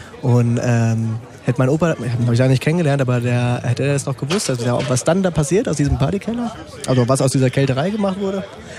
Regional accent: Ossenheim, Hesse, Germany; Und Jerry und ich sind sowieso, wir sind in Ossenheim groß geworden.

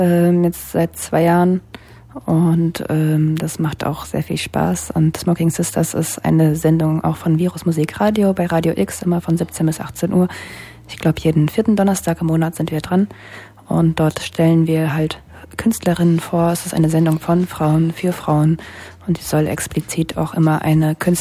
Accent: Frankfurt, Hesse, Germany; also born or lived in Cologne; habe ich noch eine Zeit lang danach auch in Köln gewohnt und bin dann irgendwann wieder zurück in meine Heimatstadt Frankfurt.

